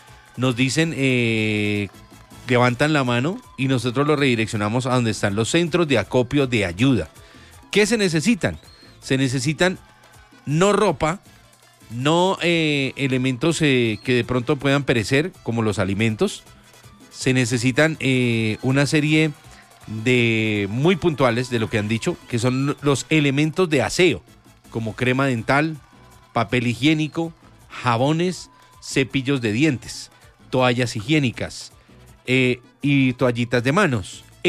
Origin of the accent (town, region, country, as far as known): Colombia